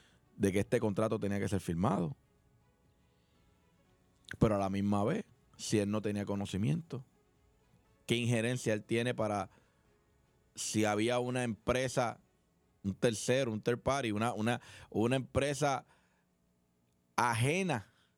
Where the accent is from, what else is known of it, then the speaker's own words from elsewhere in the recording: Puerto Rico; nosotros como puertorriqueños seguimos enfrentando día a día.